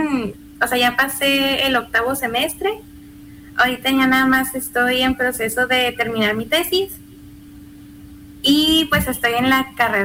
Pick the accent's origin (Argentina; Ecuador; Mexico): Mexico; Ciudad Juárez, Chihuahua; Ah, yo soy de Ciudad Juárez.